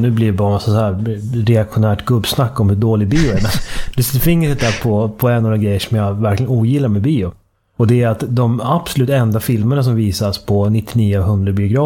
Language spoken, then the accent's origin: Swedish; Uppsala, Uppsala County, Sweden; i Uppsala är ju speciellt där jag kommer ifrån